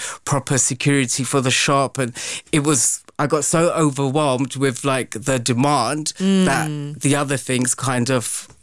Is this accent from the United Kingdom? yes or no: yes; United Kingdom; born there; Because obviously I was born in Britain. Mm. I didn't have much exposure to Pakistan growing up.